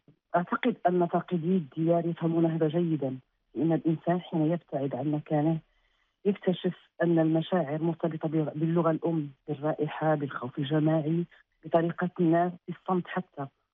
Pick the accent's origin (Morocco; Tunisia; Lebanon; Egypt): Morocco; أنا أعتقد أنه في جيناتي نحن مغاربة